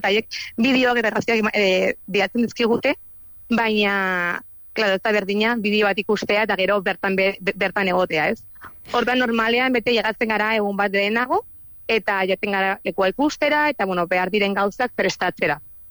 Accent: Navarre, Spain; azken finean Nafarroakoak gara

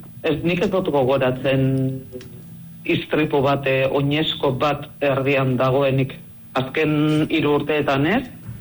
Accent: Amorebieta-Etxano, Basque Country, Spain

